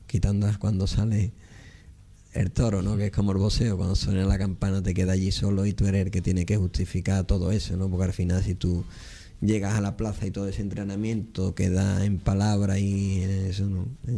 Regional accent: Seville, Andalusia, Spain; Pero a la vez también soy de Sevilla, mi padre nació en Vejer de la Frontera y tengo aquí mucha familia

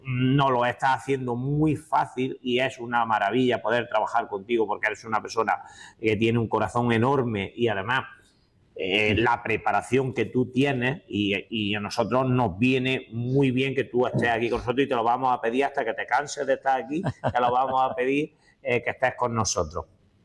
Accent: Linares, Andalusia, Spain; nosotros somos una ciudad muy de tapeo

